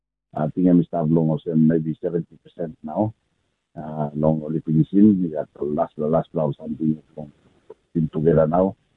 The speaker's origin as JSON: {"language": "English", "region": "Bougainville", "country": "Papua New Guinea", "said": "and we come up from South Bougainville, especially Long Boeing Levertown, and on this level 4 district hospital."}